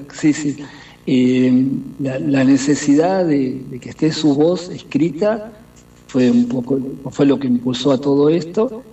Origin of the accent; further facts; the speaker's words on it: La Plata, Buenos Aires Province, Argentina; Y yo soy acá de La Plata, o sea que en realidad yo soy de 1970, ¿sí?